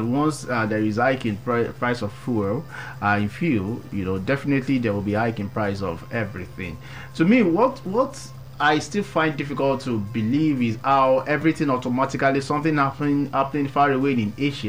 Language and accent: English; Nigeria; as a Nigerian